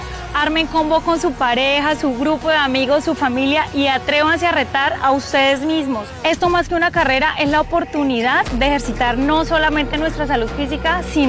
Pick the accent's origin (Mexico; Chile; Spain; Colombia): Colombia; Saravena, Arauca; Saravena. … oriunda de este hermoso municipio, y estoy muy feliz de estar en mi tierra